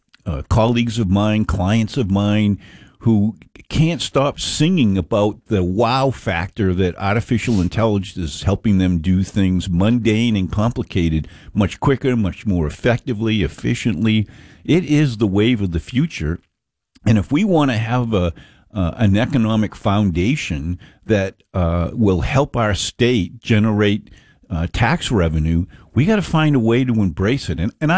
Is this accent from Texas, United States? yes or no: no; Yarmouth, Maine, United States; It's no different than in my hometown in Yarmouth back in the 1960s.